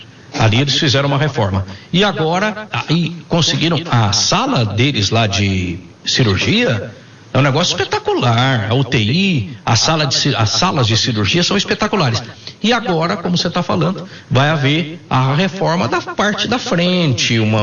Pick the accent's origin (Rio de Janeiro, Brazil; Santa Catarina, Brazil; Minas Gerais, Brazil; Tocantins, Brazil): Minas Gerais, Brazil; now in Campinas, Brazil; Eu vim de Minas, né?